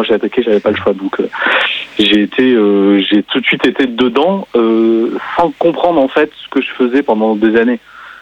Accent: Auvergne-Rhône-Alpes, France; Moi, je viens du sud du Cantal. Vraiment extrême sud, au sud d'Aurillac, dans un tout petit village de... Quand j'étais petit, il y avait 250 habitants dans le village. J'ai vécu, donc je suis né en 84

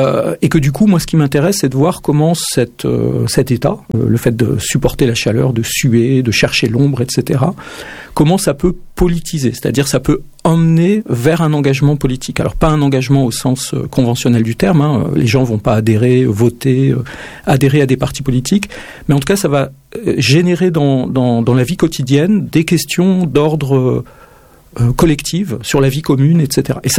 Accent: Brittany, France; now in Toulouse, France; je suis breton

